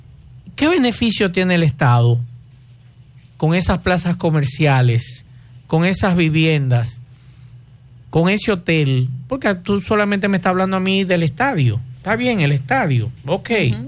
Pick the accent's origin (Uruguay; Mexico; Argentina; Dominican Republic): Dominican Republic; Santo Domingo, Distrito Nacional; todos los que nos criamos ahí en el Ensanche de la Fe, en esa zona